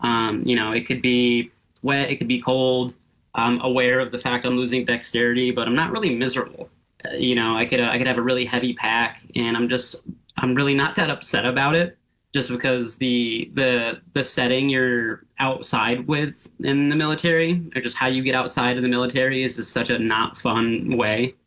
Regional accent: Alaska, United States; I was born in Alaska. I'm from Alaska, but my family moved around a lot.

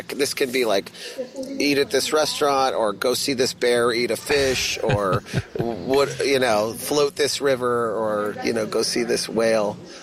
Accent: Texas, United States; now in Vermont, United States; Well, I'm actually from Texas, and we didn't have the salmon in Texas.

